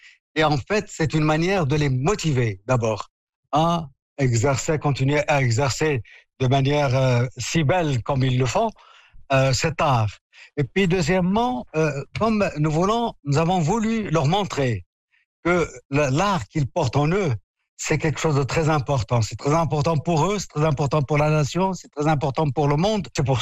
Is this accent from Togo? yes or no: no; Marrakesh, Marrakesh-Safi, Morocco; chez nous à Marrakech